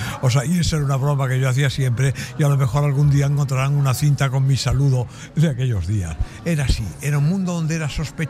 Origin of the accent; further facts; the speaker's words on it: Spain; Y como europeo, precisamente he sido testigo en mi cultura de todo lo que debemos a otras culturas. Yo soy español